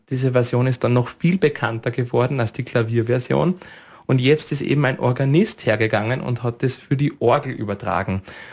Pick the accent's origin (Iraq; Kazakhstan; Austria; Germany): Austria; Öblarn, Styria; Ich musiziere auch in meiner Heimatgemeinde in Öblern immer wieder an sonntäglichen Gottesdiensten.